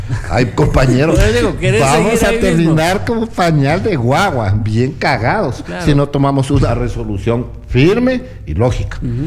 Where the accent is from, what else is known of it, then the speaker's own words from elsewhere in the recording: Loja, Ecuador; Yo soy del sur, hermano. Soy sureño, ¿qué le pasa? Como dicen ahora los candidatos, yo soy de Los Molinos